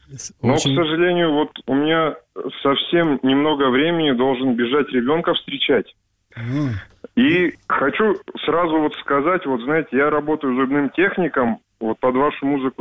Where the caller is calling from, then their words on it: Ufa, Bashkortostan, Russia